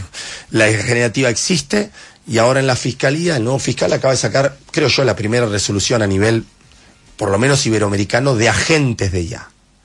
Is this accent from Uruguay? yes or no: no; Neuquén, Argentina; Yo soy neuquino